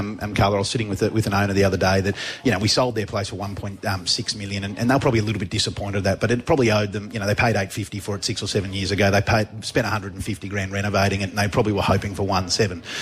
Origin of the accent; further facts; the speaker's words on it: Brisbane, Queensland, Australia; moved away as an adult; also born or lived in Sydney; I grew up in Brisbane, and then I moved to Sydney, and then I came back.